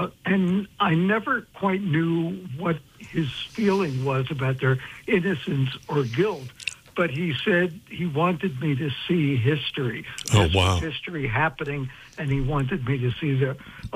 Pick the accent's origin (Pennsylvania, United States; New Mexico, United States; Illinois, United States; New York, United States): New York, United States; New York City; growing up in Brooklyn, my family culture was to deny death.